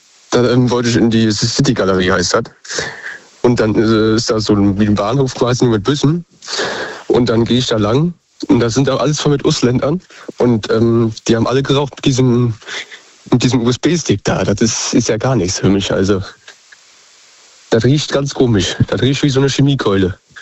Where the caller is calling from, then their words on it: Rhineland-Palatinate, Germany; Ich komme aus Westerwald.